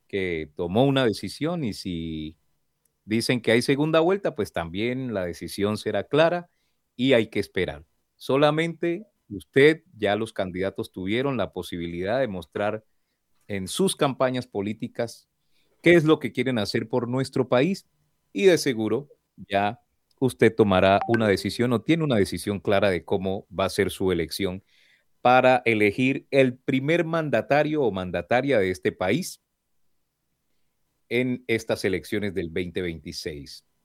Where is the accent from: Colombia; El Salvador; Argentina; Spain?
Colombia